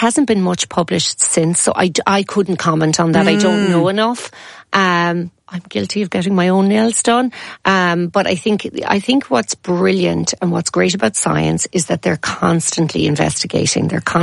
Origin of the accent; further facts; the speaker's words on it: Ireland; we're fair, we're Irish.